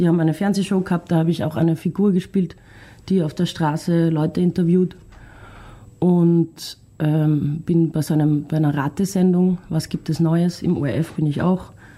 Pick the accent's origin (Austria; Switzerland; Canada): Austria; Graz, Styria; moved away as an adult; now in Vienna, Austria; Und dann sind wir beide aus Graz, und wir sind nach dem Bachelor beide nach Wien gezogen.